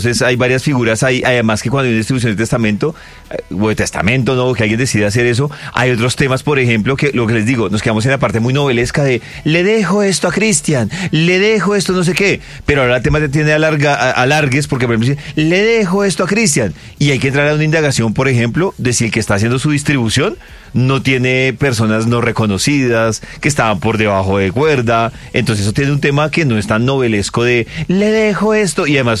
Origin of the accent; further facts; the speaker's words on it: Bogotá, Colombia; yo siendo rolo